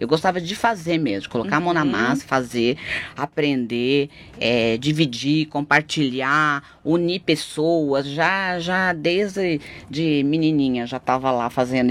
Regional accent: Ilhabela, São Paulo, Brazil; eu fui criada na Ilha Bela, né? Então, assim, fui criada com a natureza.

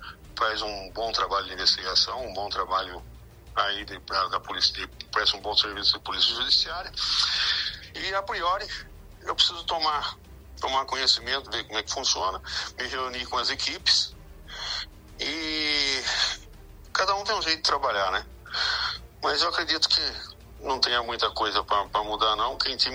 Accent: Mogi Mirim, São Paulo, Brazil; depois fui para Mogi Mirim, que é minha cidade natal.

